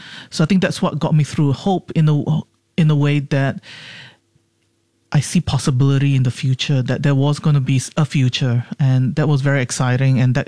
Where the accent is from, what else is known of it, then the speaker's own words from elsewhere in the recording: Singapore; because I grew up in Singapore, you know, I mean, this is what gets us through in Singapore.